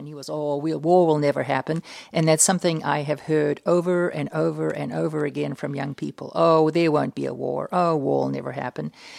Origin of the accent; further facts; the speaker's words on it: United States; And I said, no, I'm here. I'm an American. And I showed them my passport and took off my hijab.